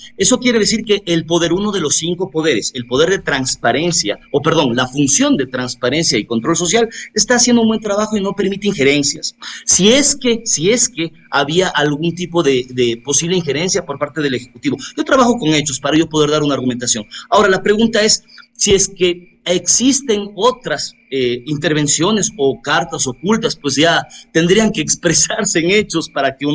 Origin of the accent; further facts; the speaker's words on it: Ecuador; Y soy un comedido independiente porque soy ciudadano ecuatoriano. Sí, soy hijo de ciudadanos ecuatorianos, hermano de ciudadanos ecuatorianos.